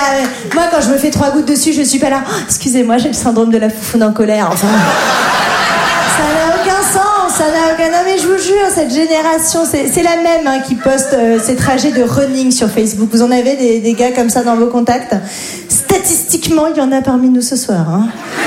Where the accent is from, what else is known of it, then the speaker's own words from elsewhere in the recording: Grand Est, France; j'ai grandi en Lorraine.